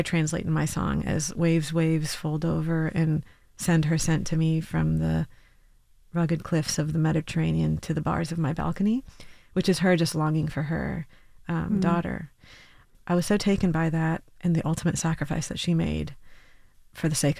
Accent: Saudi Arabia; also born or lived in Syria; now in United States; I was born in Syria, I was raised in Saudi Arabia, but my family's Armenian.

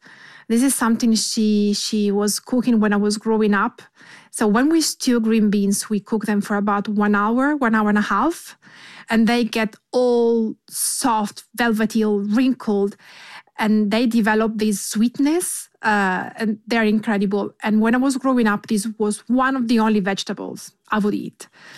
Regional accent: Colle di Val d'Elsa, Tuscany, Italy; I grew up in the same very house where now I live. And this is the house where my father was born and my grandmother was born. This is in Colle Valdelsa, which is about 1 hour from Florence and half an hour from Siena. So I'm a Tuscan born

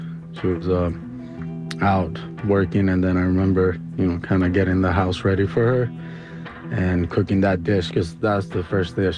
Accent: Rosarito, Baja California, Mexico; now in Escondido, United States; I grew up in Rosarito Beach

